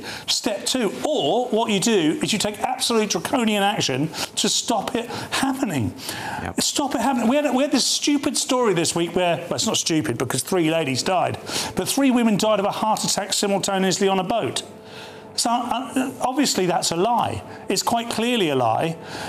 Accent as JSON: {"language": "English", "town": "Portsmouth", "region": "South East England", "country": "United Kingdom", "said": "I'm from Portsmouth. I can see the dockyard."}